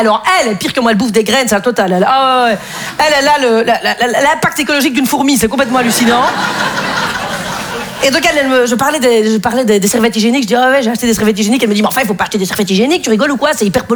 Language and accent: French; Belgium; moi, je suis contre le réchauffement climatique, mais c'est facile parce que je suis belge, vous voyez.